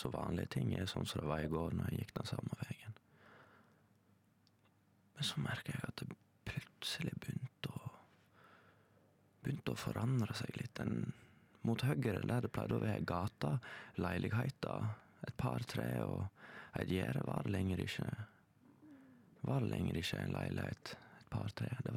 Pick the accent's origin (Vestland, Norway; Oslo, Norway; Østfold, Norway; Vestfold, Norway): Vestland, Norway; Leikanger; så ser jeg fjorden hjemme i Leikanger. Fint var det, og vakkert var det, og jeg fikk en sånn følelse av, herregud, jeg må komme med heimatte.